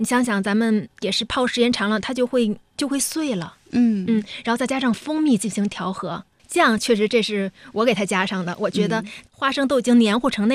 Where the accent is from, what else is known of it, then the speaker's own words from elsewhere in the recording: southern China, China; 因为我是南方人，在我们家里呢就会把它叫成酱